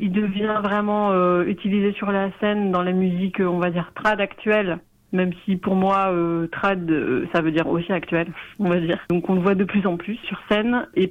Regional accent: Nouvelle-Aquitaine, France; moved away as an adult; now in Bagnères-de-Bigorre, France; Moi, j'ai grandi au Pays Basque, j'ai passé toute mon enfance, adolescence, tout ça

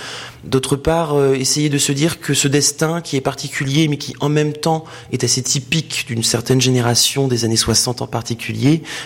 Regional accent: the north of France, France; accent: pointu; moved away; also born or lived in Paris / Saintes; moi je viens du nord de la France, hein, j'ai l'accent pointu. Et puis ensuite, bah je suis descendu au fur et à mesure du temps à Paris pour aller faire notamment mes études de droit et histoire de l'art à l'école du Louvre et à Paris 11.

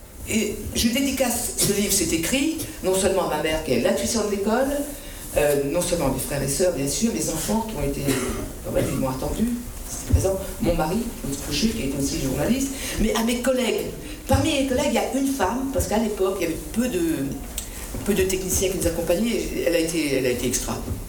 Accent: Réunion; chez nous, à La Réunion

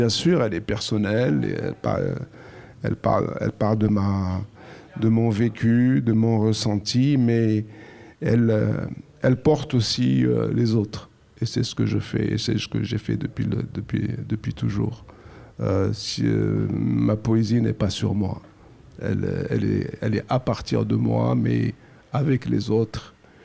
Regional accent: Algeria; moved away; je suis algérien de nationalité, mais je me suis toujours considéré, même quand je vivais en Algérie, comme un citoyen du monde.

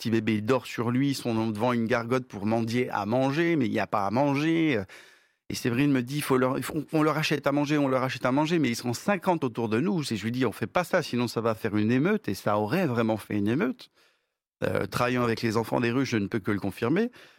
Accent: Madagascar; moved away as an adult; now in France; Moi, j'étais rentré de Madagascar pour faire mes études supérieures et puis comme beaucoup, après on construit notre vie ici, quoi.

